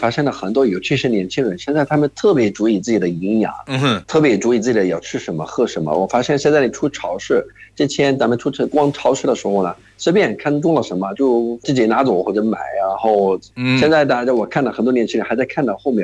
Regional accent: Jordan; Chinese is a second language; 大家好，

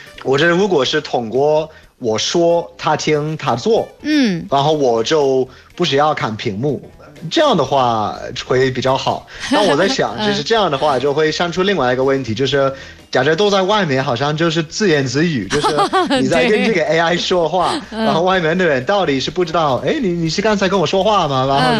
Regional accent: United Kingdom; from the UK. 大家好，我是来自英国的

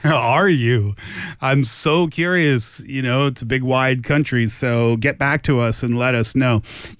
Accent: Canada; now in Beijing, China; I grew up in Canada and I'm living in Beijing

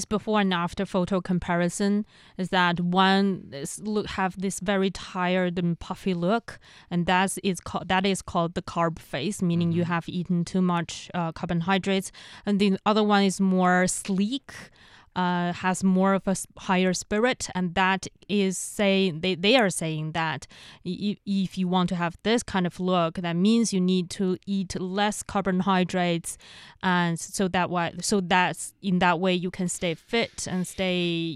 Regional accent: Inner Mongolia, China; born or raised there; moved away

